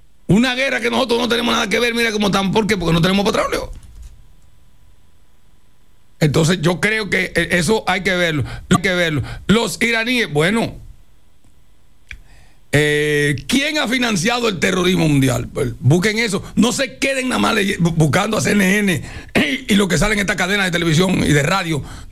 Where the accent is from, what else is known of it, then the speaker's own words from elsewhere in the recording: San Juan de la Maguana, San Juan, Dominican Republic; now in Santo Domingo, Dominican Republic; Yo soy un campesino que vengo de San Juan.